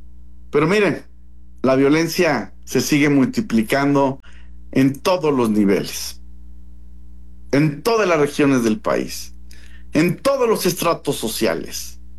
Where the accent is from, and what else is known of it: Mexico